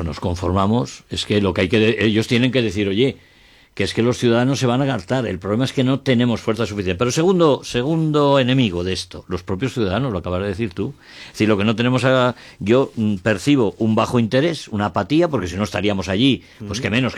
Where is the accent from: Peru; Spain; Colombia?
Spain; Aranda, Castile and León; Y mira que yo soy de Burgos, pero tengo un cabreo con la ciudad donde yo nací, que yo siempre digo ya que soy de Aranda